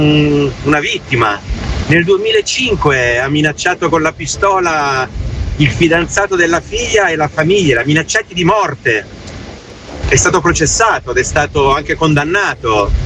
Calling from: Cuggiono, Lombardy, Italy; da Cugiono.

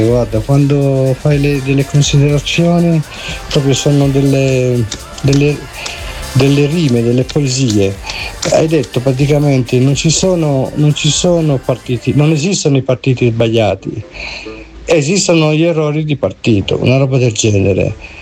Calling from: Milan, Lombardy, Italy; da Milano.

